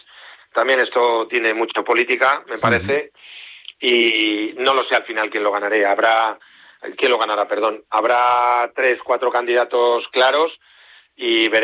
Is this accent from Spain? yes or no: yes; Spain; Pues hombre, yo como español espero que lo gane un español.